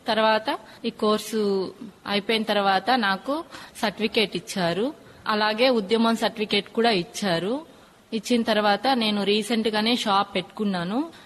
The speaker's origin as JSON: {"language": "Telugu", "town": "Tirupati", "region": "Andhra Pradesh", "country": "India", "said": "నాది తిరుపతి ఆటోనగరు అంబేద్కర్ కాలనీ."}